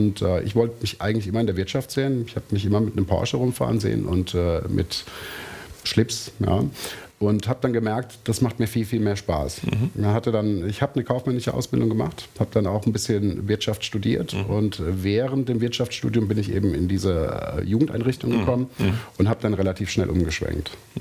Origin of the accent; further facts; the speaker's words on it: Germany; first language German; Und meine Mutter ist deutsch. Und ich bin deutsch sozialisiert worden. Mein Freundeskreis war deutsch. Das ist meine Muttersprache.